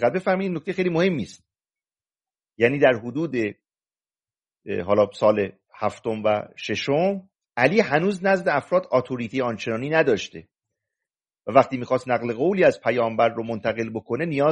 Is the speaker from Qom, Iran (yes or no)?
no; Mazandaran, Iran